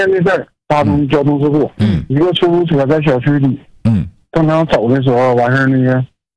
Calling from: Liaoyuan, Jilin, China; 辽源的。

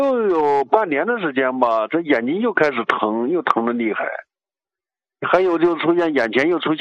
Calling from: Kunming, Yunnan, China; 哎，你好，你好，我是昆明的患者呀、

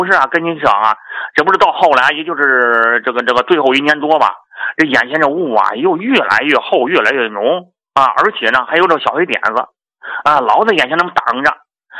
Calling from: Jinghai, Tianjin, China; 哎呀，王老师，没事儿，我天津静海的。

